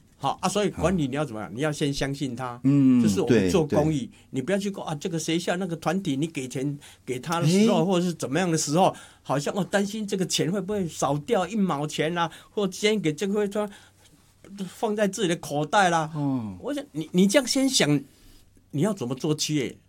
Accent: Taiwan; 尤其我们台湾人都很喜欢做大量

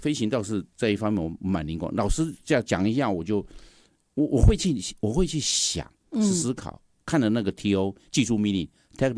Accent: Tainan, Taiwan; 我第一志愿填台南机场，因为我台南人啊。我当然填台南，离家近

